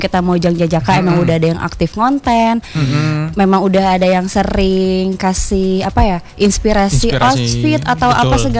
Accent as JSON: {"language": "Indonesian", "town": "Bogor", "region": "West Java", "country": "Indonesia", "tie": "born there", "said": "kita kan lahir di Bogor, di Kota Bogor"}